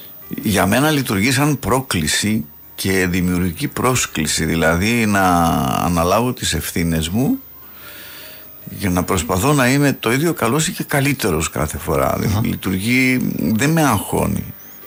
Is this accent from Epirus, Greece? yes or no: yes; Arta, Epirus, Greece; στην Άρτα, ας πούμε, στην πατρίδα μου